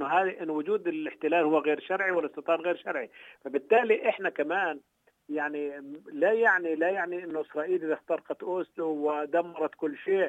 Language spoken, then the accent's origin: Arabic; Palestine; علينا كفلسطينيين